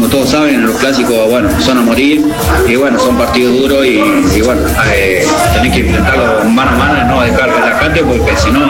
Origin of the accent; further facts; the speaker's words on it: San Luis, Argentina; moved away as an adult; now in Jovita, Argentina; Y salí de San Luis Capital